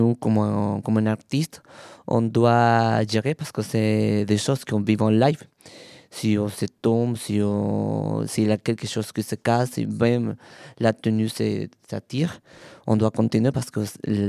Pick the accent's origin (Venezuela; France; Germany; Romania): Venezuela; moved away; je viens de Venezuela, c'est mes traditions